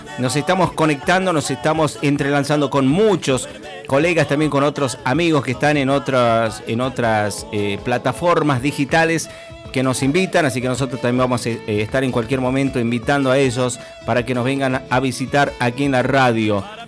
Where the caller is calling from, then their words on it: Palapalá, Tucumán, Argentina; somos de Palapalá, acá en el departamento Leales, esto queda cerca del Ingenio Leales